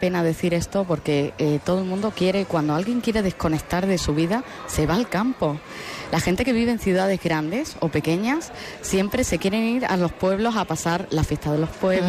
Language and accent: Spanish; Cáceres, Extremadura, Spain; yo soy nacida y criada en Cáceres, uh-huh. pero en Almoharín está mi familia paterna.